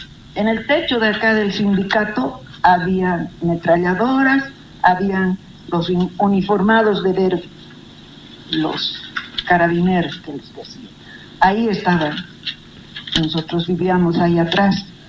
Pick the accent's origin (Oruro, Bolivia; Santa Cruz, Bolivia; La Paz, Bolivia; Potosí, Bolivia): Potosí, Bolivia; Llallagua; Nosotros vivíamos aquí en el campamento 6, aquí, de odontología y atrás.